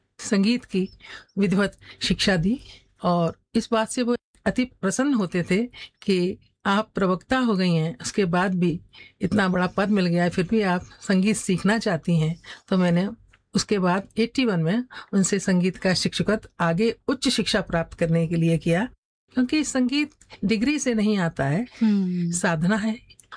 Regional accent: Firozabad, Uttar Pradesh, India; born there; मेरा जन्म 1961 में हुआ था, फिरोजाबाद में

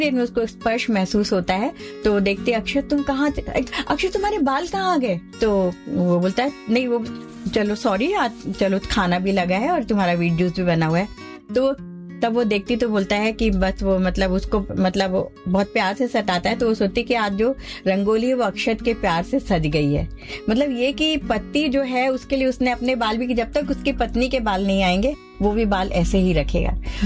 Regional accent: Rajasthan, India; हम लोग मारवाड़ी हैं

